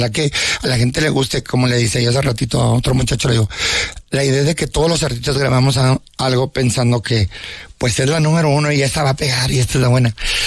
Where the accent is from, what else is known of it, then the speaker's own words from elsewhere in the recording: Mexico; como mexicano que soy